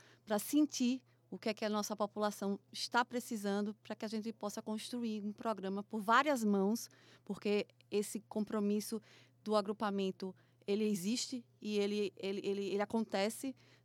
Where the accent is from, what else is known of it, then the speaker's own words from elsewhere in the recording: Simão Dias, Sergipe, Brazil; Sou de Simão Dias, tenho família lá.